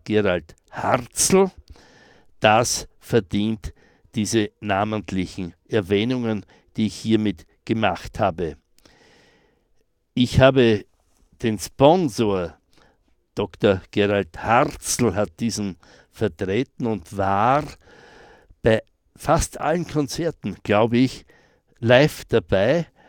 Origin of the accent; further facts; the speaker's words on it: Styria, Austria; Ich komme aus der Südsteiermark